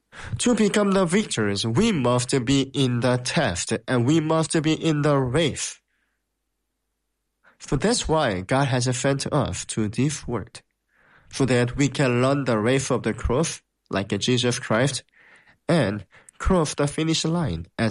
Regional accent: South Korea; English is a second language; moved away; When I came here, and when I say I came from Korea, they say, oh, I want to go to Korea.

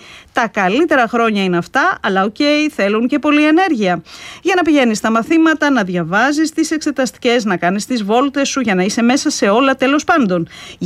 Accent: Marousi, Attica, Greece; θα πάμε στο Μαρούσι, την ιδιαίτερη πατρίδα μου.

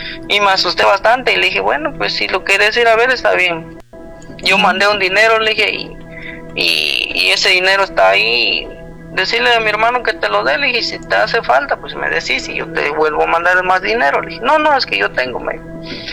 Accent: Guatemala; now in United States; Sí, ella, yo soy de Guatemala, ella allá en el pueblo.

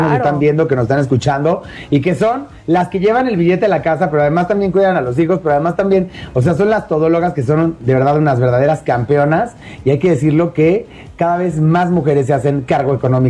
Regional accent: Mexico

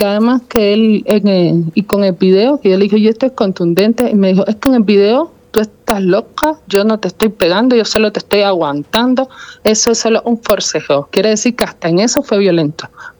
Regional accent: Cuba; moved away; Yo soy de origen cubano.

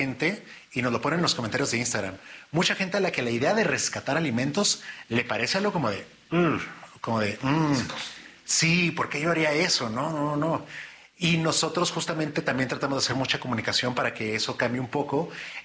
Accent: Mexico

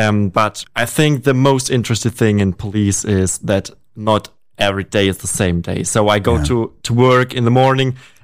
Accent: Mannheim, Baden-Württemberg, Germany; I'm from Germany. I'm a police officer. I'm here in Fort Wayne for 1.5 weeks.

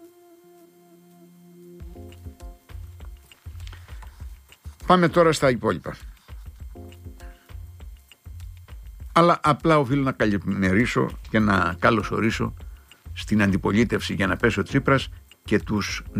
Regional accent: Lasithi, Crete, Greece; Και πάμε τελικά στο Λασίθι, στο χωριό μου.

